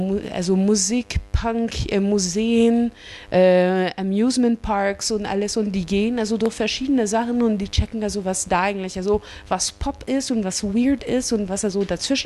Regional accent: Canada; German is a second language; moved away; ich komme aus Kanada

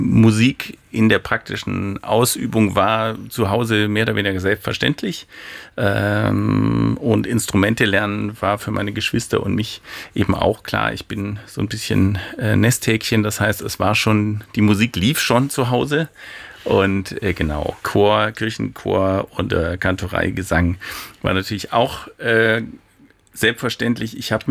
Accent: Esslingen, Baden-Württemberg, Germany; Das war in Esslingen, wo ich aufgewachsen bin, am Neckar, konnte man alles ganz gut bekommen

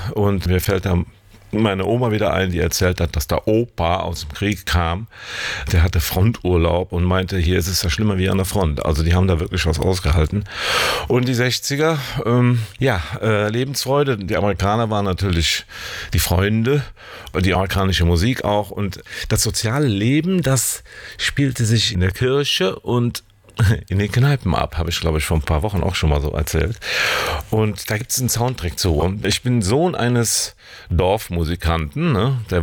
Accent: Niederkassel, North Rhine-Westphalia, Germany; Es gab ja auf dem Dorf, ne, ich komme ja aus dem Dorf, dörflicher geht es nicht, aus Niederkassel-Lilsdorf. Und da gab es die Raffinerie aus Wesseling, die war auf der anderen Rheinseite. Also ganz klar, vom Rhein komme ich.

